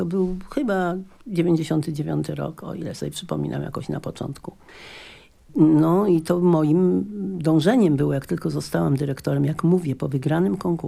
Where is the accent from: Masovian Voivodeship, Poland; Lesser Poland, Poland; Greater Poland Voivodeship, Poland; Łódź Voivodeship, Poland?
Lesser Poland, Poland; Kraków; moved away as an adult; ja, która od 5. życia roku się wychowywałam w Krakowie